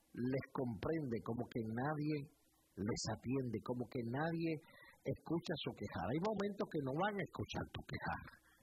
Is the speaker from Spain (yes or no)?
no; Texas, United States; Yo vengo de Texas y yo me siento tan feliz porque no estamos procurando que la gente vea lo que estamos haciendo en Texas.